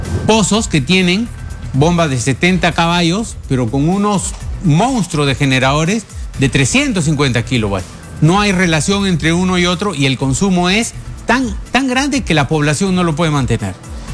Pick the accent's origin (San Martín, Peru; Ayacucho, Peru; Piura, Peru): Piura, Peru; born there; Yo he vivido en Piura. Yo recuerdo haber estado en mi casa cuando yo tenía 8 años y ver las cosas flotando.